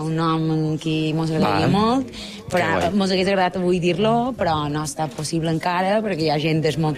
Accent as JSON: {"language": "Catalan", "region": "Balearic Islands", "country": "Spain", "accent": "Mallorcan", "first_language": "Mallorcan", "said": "Idealment, sí, en mallorquí, perquè és la meva llengua materna i parla molt de la relació amb sa mare"}